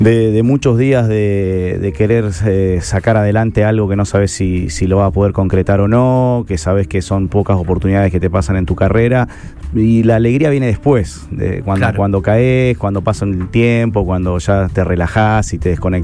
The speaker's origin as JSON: {"language": "Spanish", "country": "Argentina", "moved": "yes", "said": "hace que todos los entrenadores argentinos estemos muy formados y estemos bien conceptuados alrededor del mundo."}